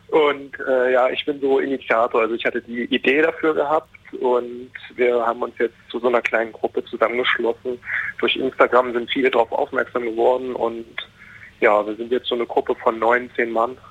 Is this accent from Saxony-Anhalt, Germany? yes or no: yes; Bitterfeld-Wolfen, Saxony-Anhalt, Germany; Und dann haben wir gesagt, na, wir kommen aus Bitterfeld-Wolfen